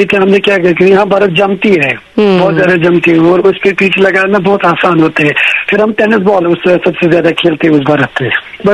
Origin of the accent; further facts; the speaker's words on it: Jammu and Kashmir, India; देखिए मैं सेंट्रल कश्मीर से बात कर रहा हूँ, जिला बड़गाम में हमारा गांव पड़ता है।